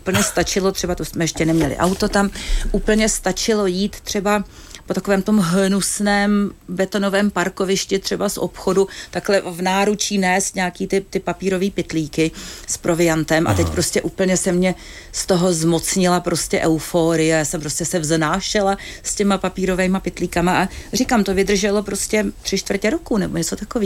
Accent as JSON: {"language": "Czech", "country": "Russia", "moved": "yes", "lives_now": "United Kingdom", "said": "A musela jsem teda vysvětlovat, proč teda nejsme Rusové a jak to, že nejsme Rusové, když jsme z Ruska."}